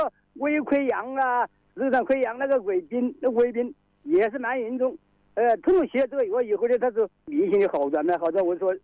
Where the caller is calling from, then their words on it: Yingcheng, Hubei, China; 我是应城淳和。